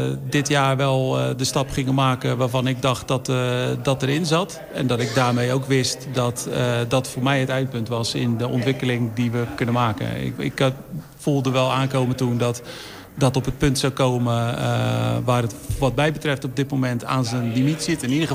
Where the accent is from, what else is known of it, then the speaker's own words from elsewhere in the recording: Strijen, South Holland, Netherlands; also born or lived in Dordrecht; Ik ben in Dordt geboren in het ziekenhuis, maar ik woon sinds dag 2 zeg maar in Strijen en dan ben ik ook nog nooit weggegaan.